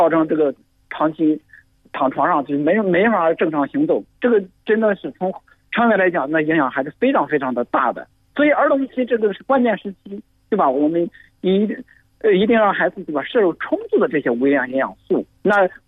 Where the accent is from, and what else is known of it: China